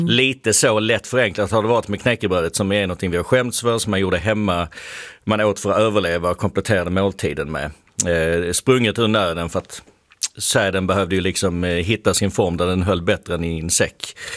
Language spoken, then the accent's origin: Swedish; Skåne, Sweden; Jag kommer från Skåne, så det är egentligen inte knäckeland så